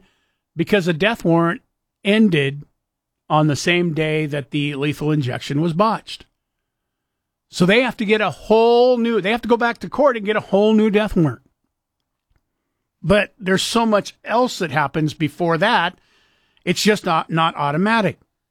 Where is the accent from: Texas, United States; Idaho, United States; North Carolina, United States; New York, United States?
Idaho, United States; Moscow; born there; now in Treasure Valley, United States; I was born in Moscow.